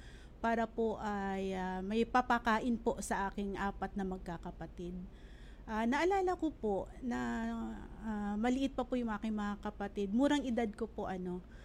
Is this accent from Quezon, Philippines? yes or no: no; Western Visayas, Philippines; moved away; Sa Negros po ako lumaki.